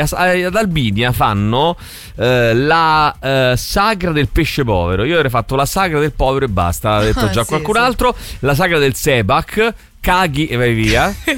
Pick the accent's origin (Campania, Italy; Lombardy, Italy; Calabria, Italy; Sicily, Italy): Lombardy, Italy; Martinengo; il mio paese, in provincia di Bergamo, c'è la sagra della patata di Martinengo. Di Martinengo, rigorosamente.